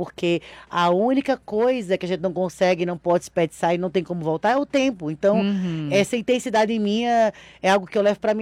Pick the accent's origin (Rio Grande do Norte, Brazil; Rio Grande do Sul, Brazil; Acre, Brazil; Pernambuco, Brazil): Pernambuco, Brazil; Petrolina; born there; now in São Paulo, Brazil; publicitária de Petrolina. Pernambucana retada, sou assim desde menina.